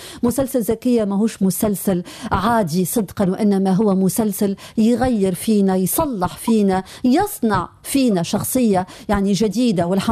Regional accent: Tunisia; accent: Tunisian; خلي نقولها بلهجتنا التونسية

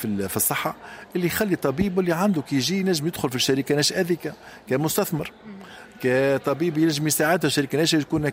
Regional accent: Tunisia; moved away as an adult; now in France; تربينا كل في تونس وعندنا حنين كبير لتونس

